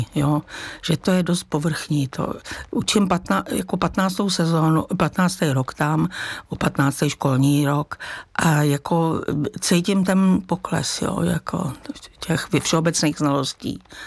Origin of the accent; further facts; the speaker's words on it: Rakovník, Central Bohemian Region, Czechia; Tak já jsem vyrůstala v trošku jiný době a vyrůstala jsem vlastně částečně u babičky v Rakovníku